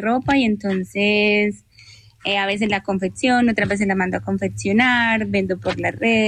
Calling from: Bello, Antioquia, Colombia; En Bello, Antioquia.

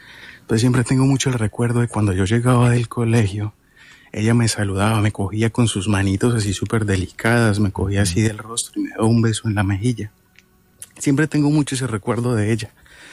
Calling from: Cali, Valle del Cauca, Colombia; tuvimos que llevarla para la casa, para Cali

